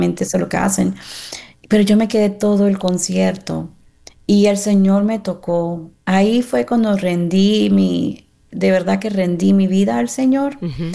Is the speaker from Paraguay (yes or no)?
no; Miami, Florida, United States; now in San Antonio, United States; Yo soy de Miami, Esto fue en Miami.